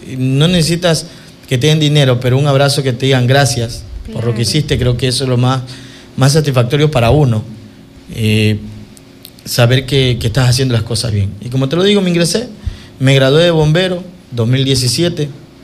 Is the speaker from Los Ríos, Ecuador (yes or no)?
yes; Quevedo, Los Ríos, Ecuador; born or raised there